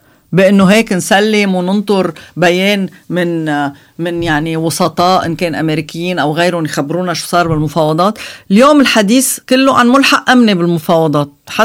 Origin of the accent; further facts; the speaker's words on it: Lebanon; كلنا كلبنانيين